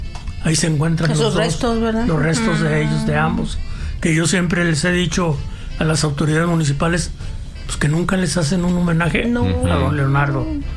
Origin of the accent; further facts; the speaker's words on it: Torreón, Coahuila, Mexico; qué orgullo de nosotros los torreonenses